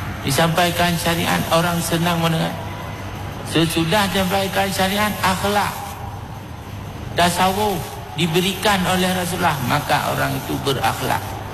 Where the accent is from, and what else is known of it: Aceh, Indonesia